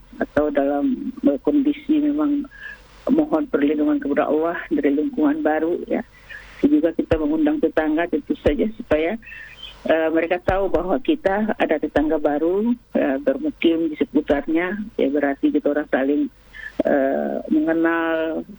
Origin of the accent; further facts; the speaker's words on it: North Maluku, Indonesia; kita orang Maluku Utara ya, terutama yang ada di Ternate ini.